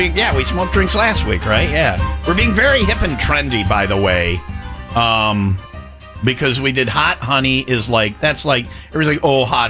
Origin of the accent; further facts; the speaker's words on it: Wisconsin, United States; I'm from Wisconsin. I'm the only person from Wisconsin that doesn't like old fashions